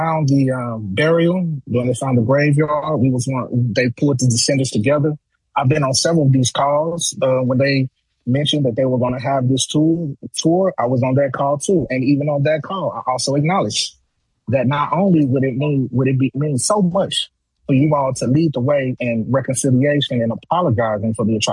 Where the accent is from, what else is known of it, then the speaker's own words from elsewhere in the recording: the South, United States; I'm an old Southerner, right?